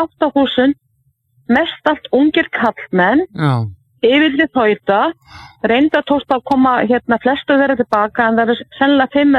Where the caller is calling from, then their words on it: Torrevieja, Valencian Community, Spain; Torrevieja.